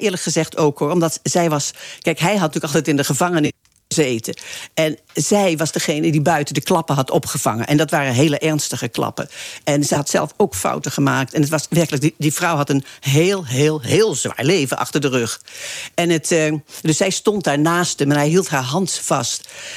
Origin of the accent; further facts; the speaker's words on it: Arnhem, Gelderland, Netherlands; born there; moved away as an adult; also born or lived in Amsterdam; ik in 68 vanuit Arnhem, mijn geboortestad, naar Amsterdam ging.